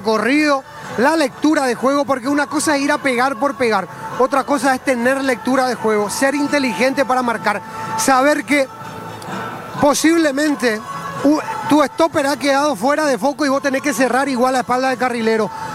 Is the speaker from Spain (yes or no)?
no; Paraguay